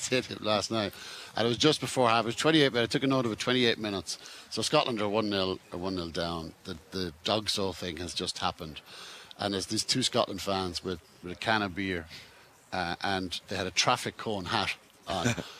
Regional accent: Ireland; I'm Irish

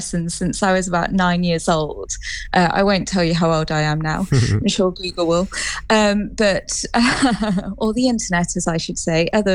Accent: United Kingdom; I come from quite a royalist family anyway. So, you know, we love the royal family and we love being British

